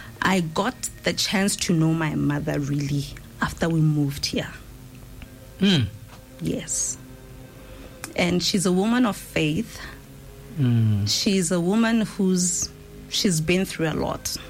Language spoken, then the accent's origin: English; South Africa; now in Botswana; I'm born and bred in South Africa. And then I came to Botswana through my dad, who was exiled here.